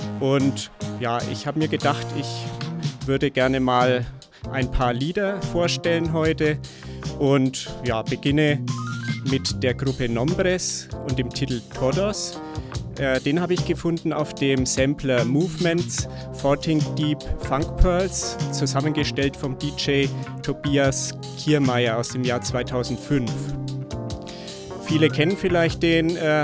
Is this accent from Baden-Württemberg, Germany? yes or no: no; Nuremberg, Bavaria, Germany; Ich komme hier aus der Nürnberger Gegend